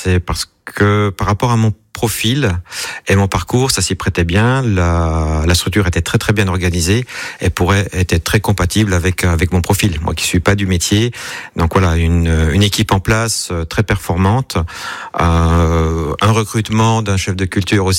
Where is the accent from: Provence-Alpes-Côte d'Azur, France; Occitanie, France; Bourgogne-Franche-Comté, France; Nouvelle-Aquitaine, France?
Bourgogne-Franche-Comté, France; Alors, je suis de l'Est de la France, je suis franc-comtois.